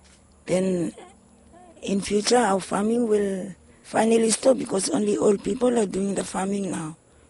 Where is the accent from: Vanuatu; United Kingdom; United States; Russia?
Vanuatu; Pama, Penama; I'm from Pama.